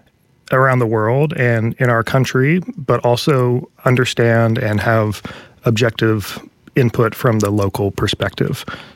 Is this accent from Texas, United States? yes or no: no; Blacksburg, Virginia, United States; I'm from Blacksburg, Virginia. I discovered WVTF and public media when I was at Virginia Tech in college.